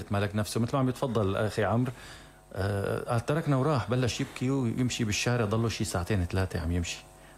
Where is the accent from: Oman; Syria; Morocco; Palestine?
Syria; عندنا بسوريا